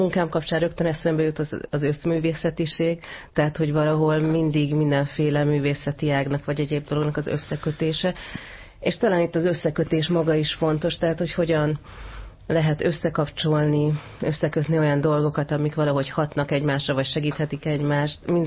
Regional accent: Budapest, Hungary; also born or lived in Latin America; Budán nőttem

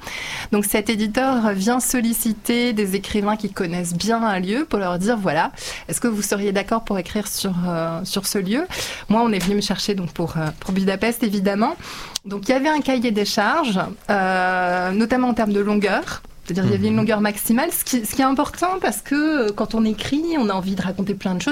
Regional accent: France; Bon, pour me situer de manière très très factuelle, donc je suis née en France de parents hongrois.

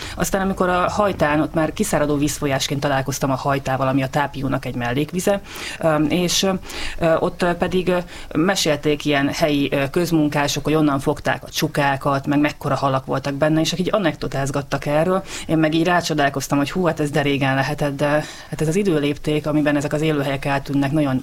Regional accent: Gyula, Békés, Hungary; also born or lived in Szeged; Én amúgy nem ceglédi vagyok, hanem a Dél-Alföldről származom. Gyulán nőttem föl, illetve utána pedig Szegeden tanultam.

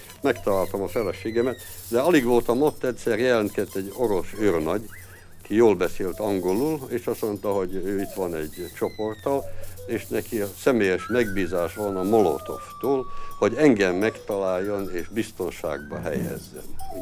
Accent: Hungary; now in United States; épp úgy magyar ember vagyok, mint valaha is voltam. És épp úgy a hazám Magyarország, mint valaha is gyerekkoromban volt.

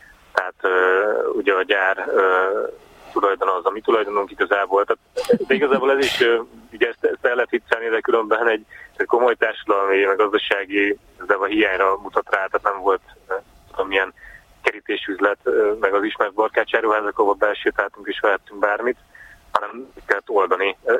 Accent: Balatonakali, Veszprém County, Hungary; Hát én Balatonakaliban nőttem föl

